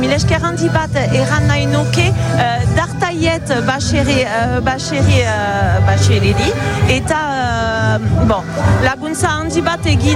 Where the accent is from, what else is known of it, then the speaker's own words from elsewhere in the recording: Toulouse, Occitanie, France; Basque is a second language; now in Boucau, France; Eta haintzinetik Tolosakoa naiz, hemen frantzian. Eta orain bokalen bizi naiz.